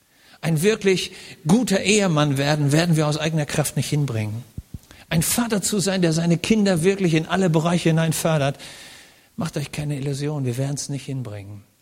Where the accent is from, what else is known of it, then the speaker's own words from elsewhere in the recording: Schleswig-Holstein, Germany; Ich komme aus Schleswig-Holstein. Und wenn ich in Eckernförde am Strand gesessen habe als Junge